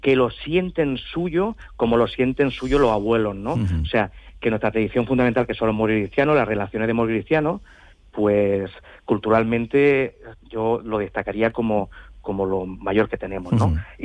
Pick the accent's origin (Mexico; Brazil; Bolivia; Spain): Spain; Senés, Andalusia; mi pueblo es lo que dice su eslogan, es que Senés sí. enamora.